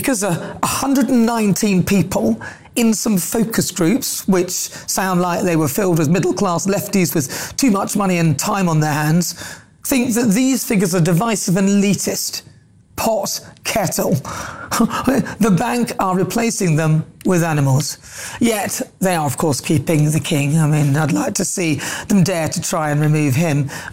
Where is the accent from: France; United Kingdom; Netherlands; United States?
United Kingdom; I, for one, are so proud of being British.